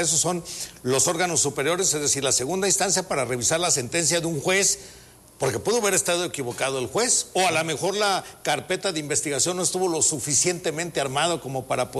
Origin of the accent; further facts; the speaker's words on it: Uruapan, Michoacán, Mexico; also born or lived in Apatzingán; ahí crecí en Uruapan